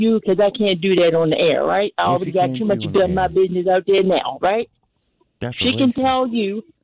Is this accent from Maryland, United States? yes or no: yes; Baltimore, Maryland, United States; born there; but I was born here. I'm 71 years old. I'll be 72 soon.